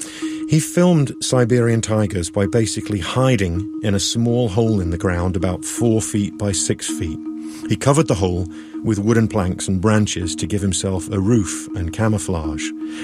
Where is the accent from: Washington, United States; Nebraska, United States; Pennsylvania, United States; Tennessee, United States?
Washington, United States; my home state of Washington.